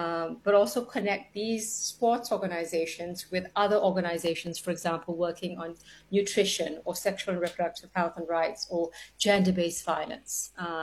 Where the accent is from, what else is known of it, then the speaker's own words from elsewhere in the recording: South Africa; as a South African woman